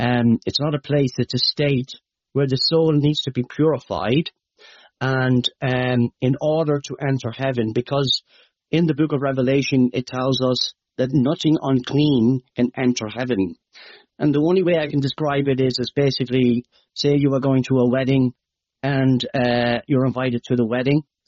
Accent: Leinster, Ireland; accent: Irish; maybe some of your Irish might know. My accent might be hard to understand, but for the American Americans might be able to understand me, you know. It's in the Midlands of Ireland, the Midlands in Ireland.

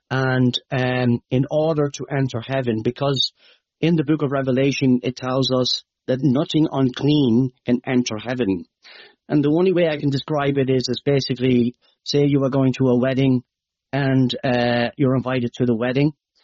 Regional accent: Leinster, Ireland; accent: Irish

